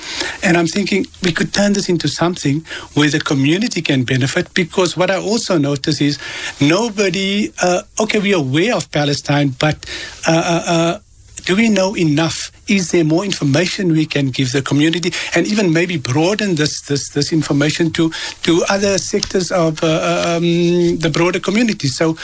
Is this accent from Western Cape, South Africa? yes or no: no; Johannesburg, Gauteng, South Africa; I grew up in Bosmont as well.